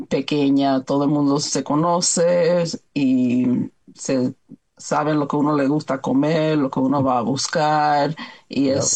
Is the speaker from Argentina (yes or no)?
no; New York, United States; Y yo soy dominicana, yo soy nacida y criada en el vecindario de Washington Heights, en Nueva York.